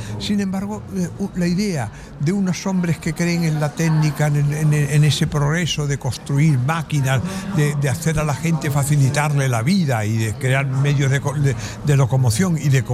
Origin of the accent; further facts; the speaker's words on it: Spain; Yo soy español